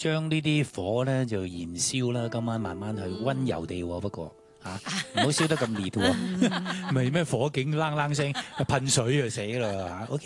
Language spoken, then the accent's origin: Cantonese; Hong Kong